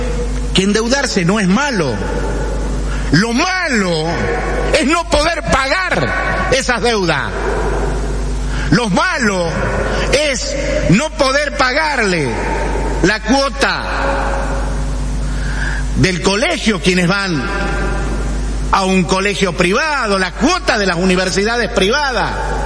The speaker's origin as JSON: {"language": "Spanish", "region": "Salta", "country": "Argentina"}